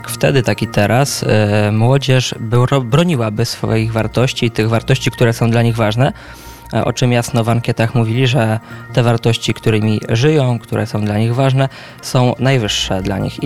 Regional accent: Miętne, Masovian Voivodeship, Poland; Miętne jest przede wszystkim moją rodzinną miejscowością, stąd się wywodzę, tu też mieszkam

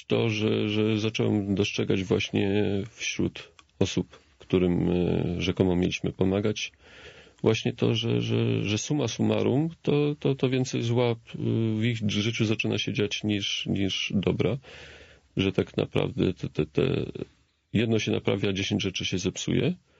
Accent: Lublin Voivodeship, Poland; Chociaż wychowałem się niedaleko, w niedużej odległości od Krasnobrodu.

